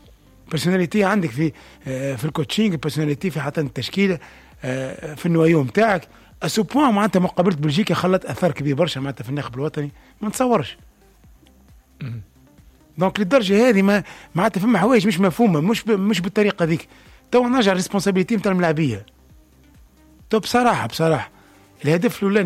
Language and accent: Arabic; Tunisia; اني لهنا كتونسي